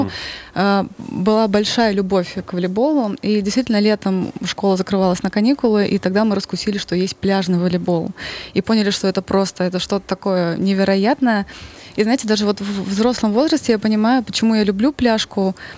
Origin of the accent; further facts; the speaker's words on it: Starodub, Bryansk Oblast, Russia; из Стародуба.